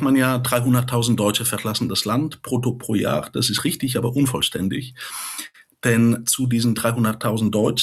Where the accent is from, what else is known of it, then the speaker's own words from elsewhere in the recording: Bulgaria; die eben Deutschland den Rücken kehren, unter anderem in meiner Heimat Bulgarien.